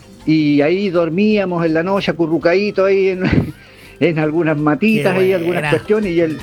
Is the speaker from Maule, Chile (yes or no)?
no; Mulchén, Biobío, Chile; que yo me crié con ellos, en Muchén.